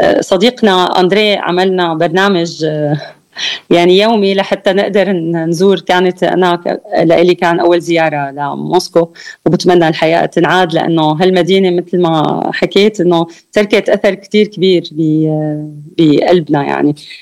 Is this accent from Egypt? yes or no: no; Syria; بالنسبة لنا كان كسوريين هونيك